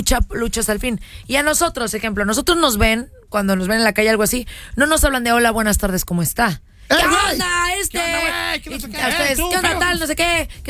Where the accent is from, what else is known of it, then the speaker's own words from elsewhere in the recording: Mexico City, Mexico; Yo soy de Ciudad de México.